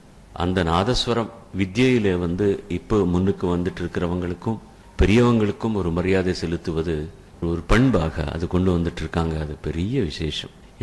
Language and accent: Tamil; Nellore, Andhra Pradesh, India; born there; எங்கள் வீட்டில் ரேடியோ இல்லாத காலத்தில் ஒரு பார்க் இருக்கு சுதந்திர பார்க்குன்னு நெல்லூரில்